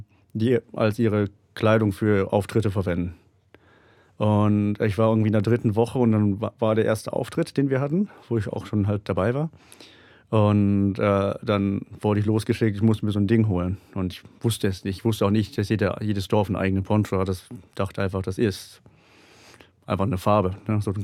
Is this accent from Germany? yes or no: no; Tarabuco, Chuquisaca, Bolivia; Tarapuco. Fand ich nett. Und dann hat sich irgendwann rausgestellt, dass das tatsächlich der Ort ist, wo ich herkomme.